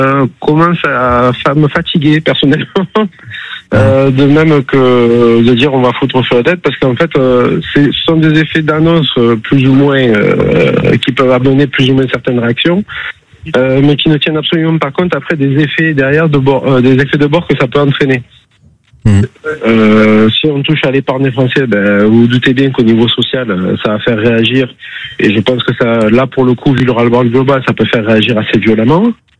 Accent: Gassin, Provence-Alpes-Côte d'Azur, France; De Gassin dans le Var.

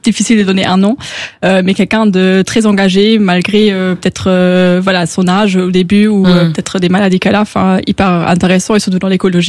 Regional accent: Luxembourg; moved away as an adult; now in Paris, France; moi, je viens du Luxembourg, évidemment. Donc, du coup, de venir à Paris et du coup, de s'installer tout nouveau

